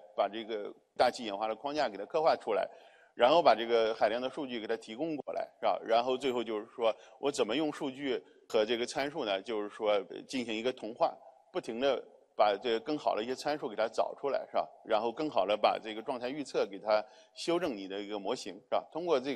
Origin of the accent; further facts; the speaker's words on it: China; 我们中国人